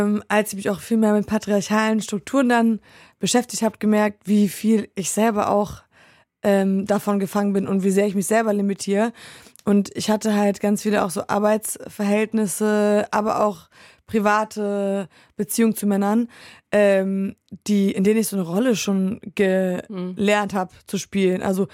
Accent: Poland; born or raised there

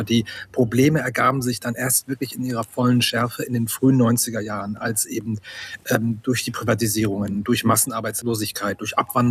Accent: Saxony-Anhalt, Germany; als in meiner Heimatstadt oder meiner alten Heimatregion in Mansfeld-Südharz

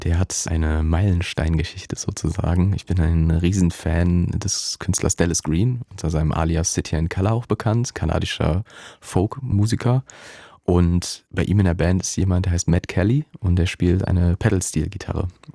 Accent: Düren, North Rhine-Westphalia, Germany; Ich bin sehr, sehr verwurzelt in Düren, beziehungsweise in meinem Heimatdorf.

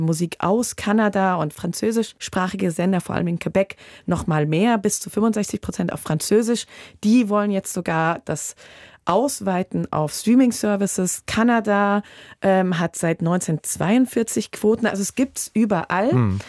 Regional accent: Hesse, Germany; als Hessin meine ich auch Südhessisch.

